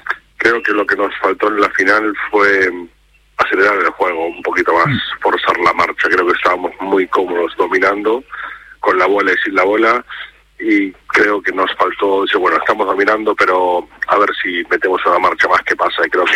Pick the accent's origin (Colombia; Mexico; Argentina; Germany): Argentina; y creo que como argentino lo he disfrutado, pero vamos, con todo mi corazón.